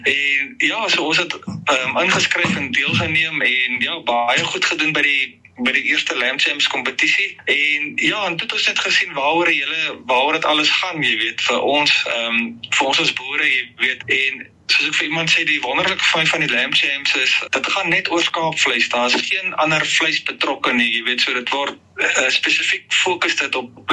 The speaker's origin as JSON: {"language": "Afrikaans", "town": "Carnarvon", "region": "Northern Cape", "country": "South Africa", "said": "so ek is hier van Carnarvon, so ons boer hier in die Carnarvon district."}